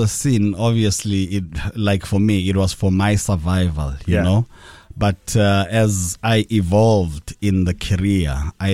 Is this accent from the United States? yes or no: no; Eswatini; now in Durban, South Africa; is in Durban for 32 years now, born and raised in Swaziland. Obviously, my grandparents were from Pongola, migrated to Swaziland